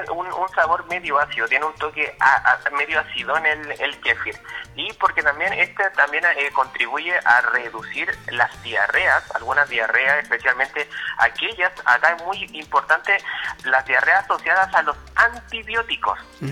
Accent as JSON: {"language": "Spanish", "town": "Vallenar", "region": "Atacama", "country": "Chile", "moved": "yes", "lives_now": "Coquimbo Region, Chile", "said": "porque soy de Vallenar"}